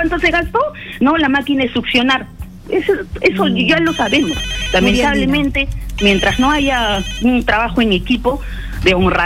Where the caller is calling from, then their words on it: Peru; creo que como peruanos deberíamos estar preparados